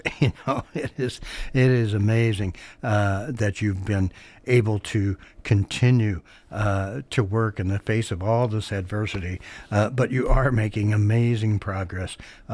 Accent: Missouri, United States; also born or lived in Falls City, Nebraska; And I was actually born in Nebraska, although I'm pretty sure I was conceived in Missouri and grew up in Missouri. But as I say, within eyesight of the Nebraska hills across the Missouri River.

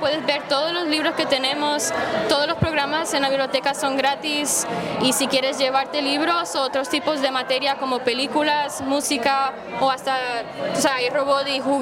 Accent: Florida, Puerto Rico; moved away as an adult; now in Columbia, Missouri, United States; Yo soy de Florida, Puerto Rico.

